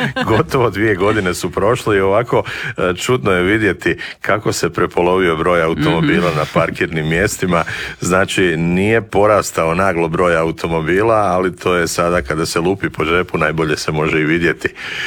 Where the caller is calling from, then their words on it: Osijek, Osijek-Baranja County, Croatia; Dobar dan iz Osijeka i Slavonije i Baranje. Evo, kod nas u Osijeku dvije su teme posljednjih dana.